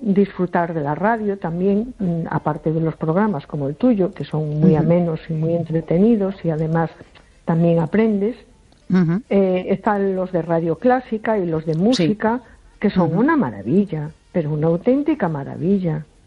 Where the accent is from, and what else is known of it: A Coruña, Galicia, Spain